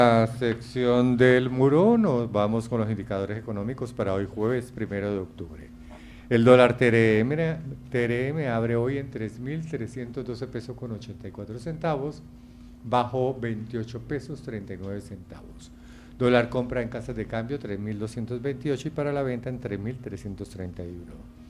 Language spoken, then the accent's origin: Spanish; Norte de Santander, Colombia